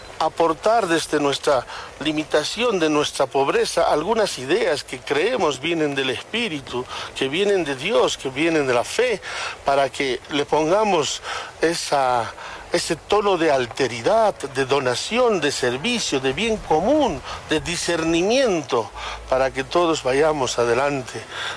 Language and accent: Spanish; Bolivia; Somos bolivianos también y sentimos como cada uno de los bolivianos y deseamos el bien de nuestro querido Bolivia.